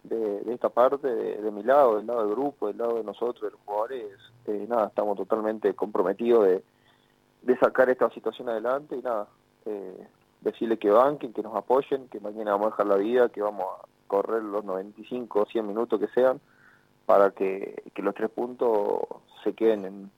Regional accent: San Luis, Argentina; la mayoría de los chicos, casi todos, somos acá de San Luis

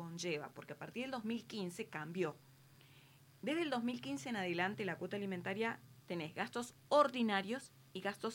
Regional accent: Argentina; en la Argentina tenemos lo que es el contrato prenupcial.

